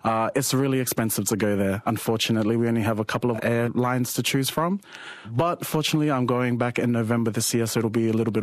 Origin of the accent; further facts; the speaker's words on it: Marakei, Gilbert Islands, Kiribati; Myself, I'd like to say that I'm from Marakei because that is the best island in Kiribas.